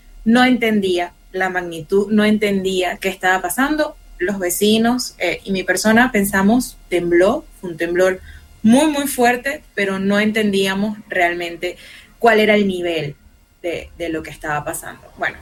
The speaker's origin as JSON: {"language": "Spanish", "country": "Venezuela", "said": "una vez más, como venezolana, el corazón se me volvió mil pedazos."}